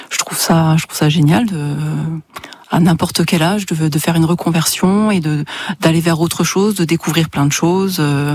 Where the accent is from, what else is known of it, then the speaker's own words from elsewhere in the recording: Saint-Avold, Grand Est, France; moved away; also born or lived in Nancy; je suis de Saint-Avold.